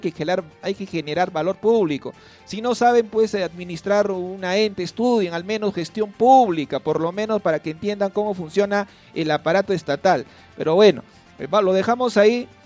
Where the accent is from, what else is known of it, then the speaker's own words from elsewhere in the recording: Peru; me da mucha alegría como peruano